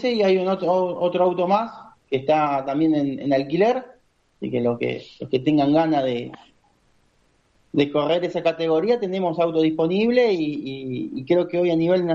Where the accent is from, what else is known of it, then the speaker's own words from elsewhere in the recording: Rosario del Tala, Entre Ríos, Argentina; born there; now in Buenos Aires, Argentina; yo soy allá, nací en Rosario del Tala